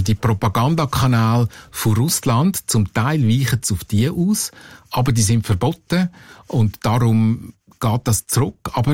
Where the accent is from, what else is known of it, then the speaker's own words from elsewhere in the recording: Switzerland; Genau, als Schweizer fragt man sich natürlich, wo ist eigentlich das Problem?